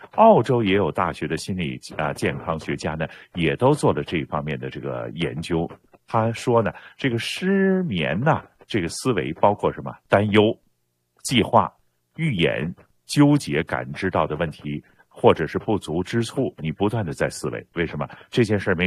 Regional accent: Canada

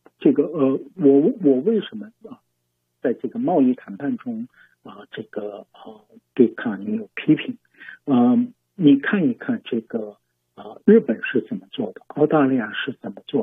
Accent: China

